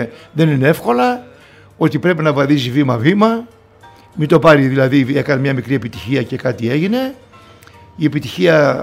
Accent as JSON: {"language": "Greek", "town": "Thessaloniki", "region": "Central Macedonia", "country": "Greece", "tie": "born there", "moved": "yes", "said": "Είμαι ευτυχής που είμαι στην πατρίδα μου, τη γενέτειρά μου"}